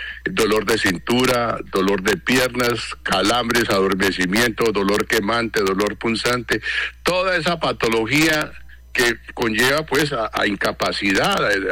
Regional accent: Villavicencio, Meta, Colombia; Yo vengo hace aquí 15 años. Además, soy hijo de Villavicencio

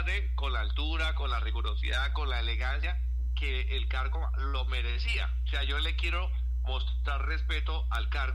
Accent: Acacías, Meta, Colombia; fui el primer acacireño senador

